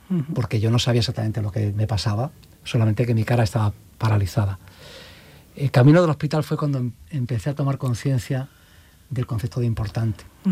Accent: Granada, Andalusia, Spain

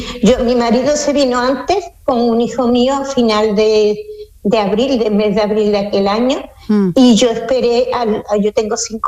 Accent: Seville, Andalusia, Spain; now in Switzerland; Ah, pues yo soy de Sevilla, de la calle Federico Sánchez Bedoya, del Postigo.

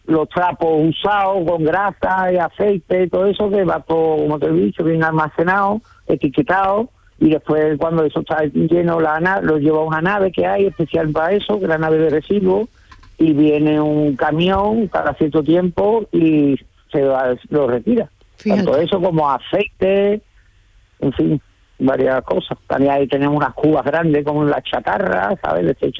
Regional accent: Dos Hermanas, Andalusia, Spain; moved away as an adult; now in Lagos del Serrano, El Ronquillo, Spain; Yo soy de toda la vida de Dios, de Montequinto.

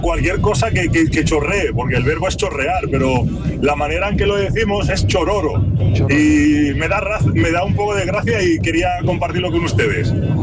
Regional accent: Tetouan, Tanger-Tetouan-Al Hoceima, Morocco; Yo soy originario de Tetuán, de Marruecos, y es una ciudad con muchísima tradición andaluza y andalusí.

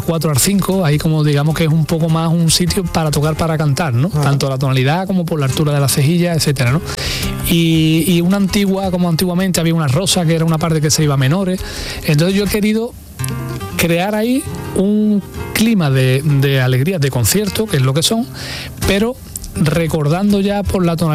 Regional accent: Andalusia, Spain; tenía Andalucía en mi cabeza, la luz de mi tierra y de Andalucía, evidentemente.

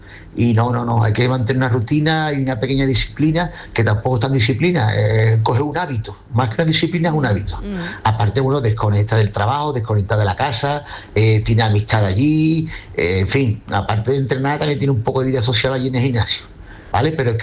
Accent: Cádiz, Andalusia, Spain

